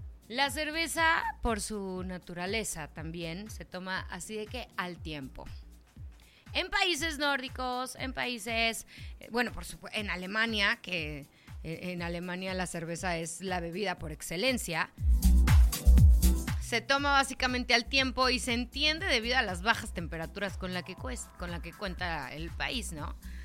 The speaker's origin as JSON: {"language": "Spanish", "country": "Mexico"}